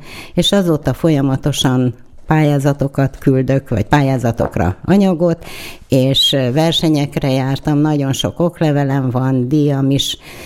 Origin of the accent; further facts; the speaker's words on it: Tatabánya, Komárom-Esztergom, Hungary; Tatabányáról jöttem